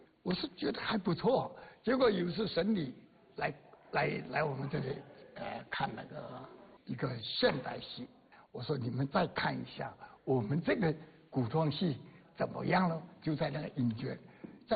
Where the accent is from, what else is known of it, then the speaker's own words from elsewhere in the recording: Fujian, China; 我就在上海戏剧学院给我的一个语文老师叫陈多陈多是我们福建人